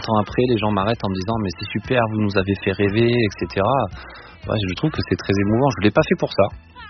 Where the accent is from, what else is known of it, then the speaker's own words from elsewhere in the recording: Aubagne, Provence-Alpes-Côte d'Azur, France; born there; à 10 ans, en fait, quand j'habite à Aubagne